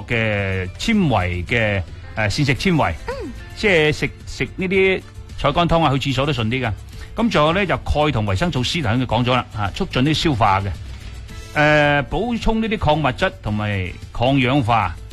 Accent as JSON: {"language": "Cantonese", "region": "Guangdong", "country": "China", "said": "就饮我哋广东人咧饮汤多咯。"}